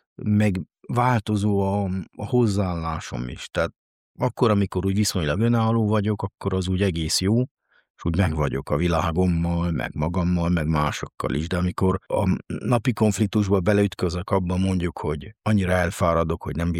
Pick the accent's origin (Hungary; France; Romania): Romania; Székely Land; A rendtartó székelyfaluba születtem, ebből adódóan a magamba szívtam a környezetből a hitet